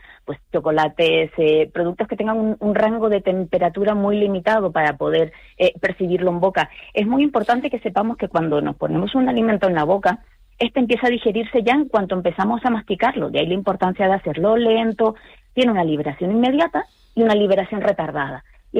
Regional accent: Canary Islands, Spain

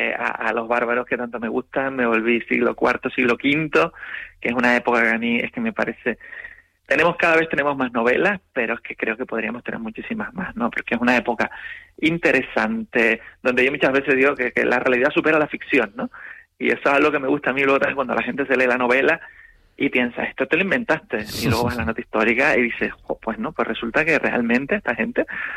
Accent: Canary Islands, Spain; soy el único canario

